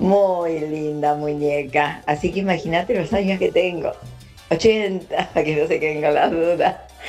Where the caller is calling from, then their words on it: Villa Rosa, Argentina; de Villa Rosa.